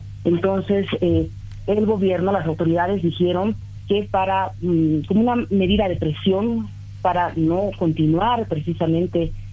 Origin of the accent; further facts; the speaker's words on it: Bolivia; Yo, como boliviana